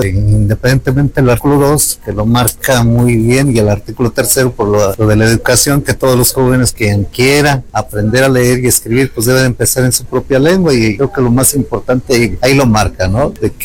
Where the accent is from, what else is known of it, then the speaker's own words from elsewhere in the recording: La Laguna, San Luis Potosí, Mexico; yo vengo de la misma comunidad donde él nació. Yo soy nativo de la Laguna y tengo 36 años trabajando en el magisterio